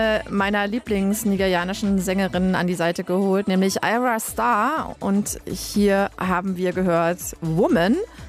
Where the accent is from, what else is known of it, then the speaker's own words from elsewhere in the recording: Germany; man als Deutsche